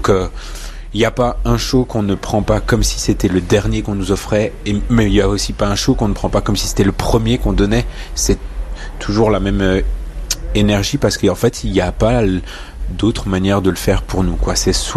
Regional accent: Grand Est, France; born there; Ouais, on est Alsacien.

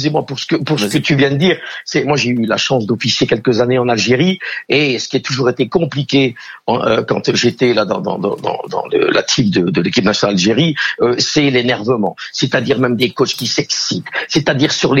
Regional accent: Belgium; quand je suis pas belge, je suis français

